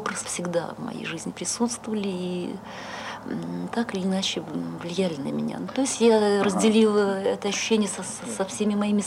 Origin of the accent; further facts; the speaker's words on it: Moscow, Russia; хоть я урожденная москвичка и всю жизнь прожила в Москве